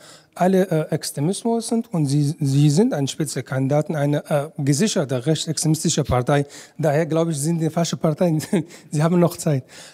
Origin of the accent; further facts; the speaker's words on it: Syria; German is a second language; now in Germany; Ich komme aus Syrien. Ich bin in einer Diktator geboren und aufgewachsen.